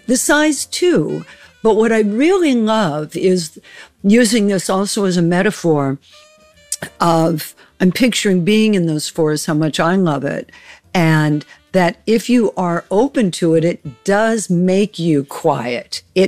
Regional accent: Whittier, California, United States; also born or lived in New York; I was in Southern California, in Los Angeles, Whittier. I grew up there, and then my first gigs were in Newport Beach.

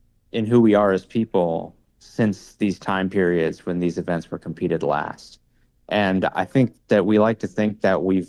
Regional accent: United States

